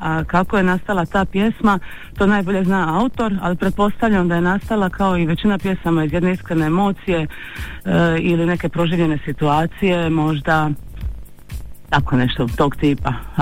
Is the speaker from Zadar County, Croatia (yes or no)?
yes; Zadar, Zadar County, Croatia; born there; Da, ja sam u Zadru, ja živim u Zadru, rodila sam se u Zadru i u Zadru sam.